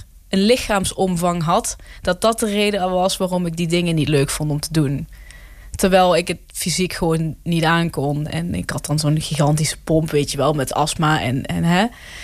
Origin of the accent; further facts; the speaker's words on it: Roermond, Limburg, Netherlands; ik groeide op in Maasniel. In Neel.